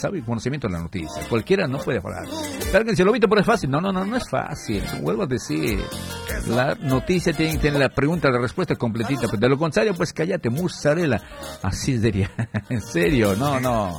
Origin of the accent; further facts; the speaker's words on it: Bolivia; now in Argentina; No es que soy boliviano, obviamente. Radico en Argentina